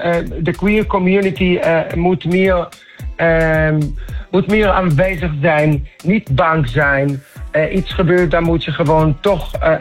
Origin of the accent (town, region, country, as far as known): Amsterdam, North Holland, Netherlands